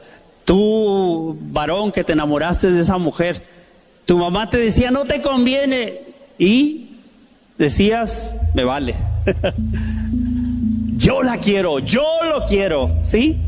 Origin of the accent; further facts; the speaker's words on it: Tijuana, Baja California, Mexico; born there; also born or lived in Los Angeles, United States; Crecí solo ahí en Tijuana y en Los Ángeles, solo con mi mamá